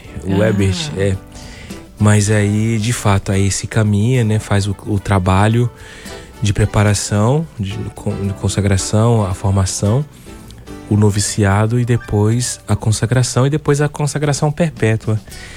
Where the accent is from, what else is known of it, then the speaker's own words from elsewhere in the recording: Santa Bárbara, Minas Gerais, Brazil; Eu sou natural de Minas Gerais, eu fiquei lá perto de Ouro Preto, uma cidade pequenininha chamada Santa Bárbara. Do ladinho de Mariana, cidade universitária, muito jovem, muita festa, muita bebida, muito álcool mineiro.